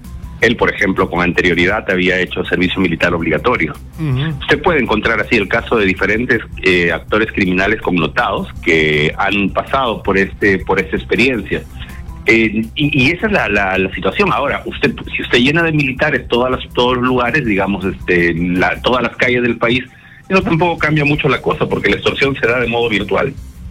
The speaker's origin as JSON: {"language": "Spanish", "country": "Peru", "said": "Claro, yo como peruano le deseo lo mejor"}